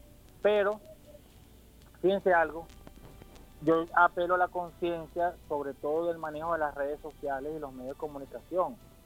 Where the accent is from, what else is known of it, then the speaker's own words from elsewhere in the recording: Venezuela; la sociedad venezolana.